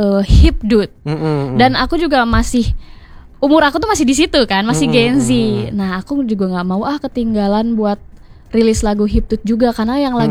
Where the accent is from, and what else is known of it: Garut, West Java, Indonesia; born or raised there